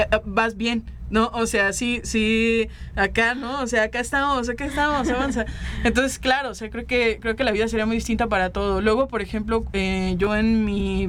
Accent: Matehuala, San Luis Potosí, Mexico; Yo soy originaria de Matehuala, San Luis Potosí, que es un municipio en el altiplano potosino, pues donde, a ver, una comunidad relativamente pequeña

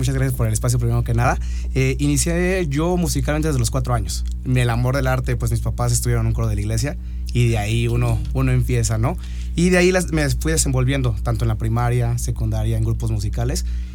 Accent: San Luis Potosí, Mexico; mostrando que somos músicos potosinos.

